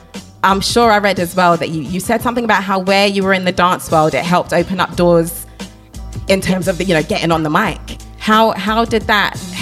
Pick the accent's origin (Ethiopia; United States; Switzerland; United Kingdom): United Kingdom; Ilford, London; I grew up in Ilford.